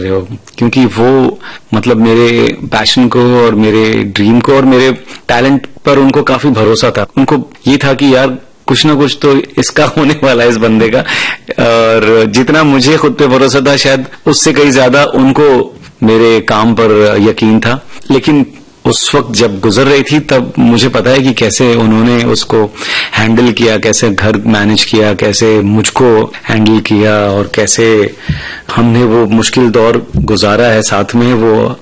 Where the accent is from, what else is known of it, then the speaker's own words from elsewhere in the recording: Mumbai, Maharashtra, India; तो मैंने बोला मैं मुंबई में पला बड़ा हूँ, मराठी बोल लेता